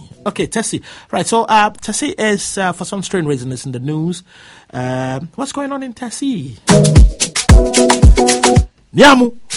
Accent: Teshie, Greater Accra, Ghana; I said, Ghana, Teshi.

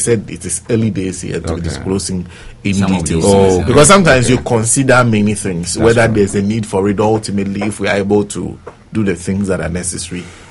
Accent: Sogakope, Volta, Ghana; See, I grew up in Sugarcope.

